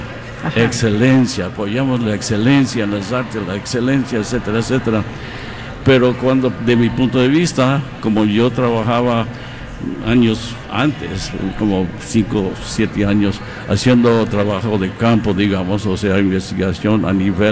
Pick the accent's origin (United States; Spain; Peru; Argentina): United States; now in Washington, United States; todos somos norteamericanos aquí en Estados Unidos.